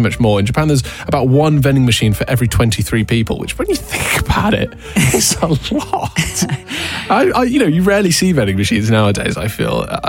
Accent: Coventry, West Midlands, United Kingdom; born or raised there

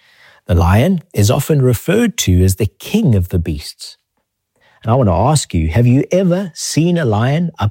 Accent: Zimbabwe; accent: Zimbabwe; I grew up in Zimbabwe

